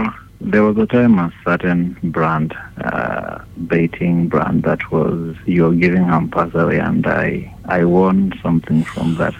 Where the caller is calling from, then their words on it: Kericho, Kericho County, Kenya; Yes, I'm calling from Kericho.